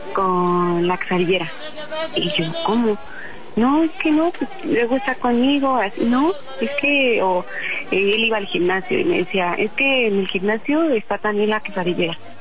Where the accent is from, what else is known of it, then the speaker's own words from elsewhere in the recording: Mexico City, Mexico; 34, de Ciudad de México.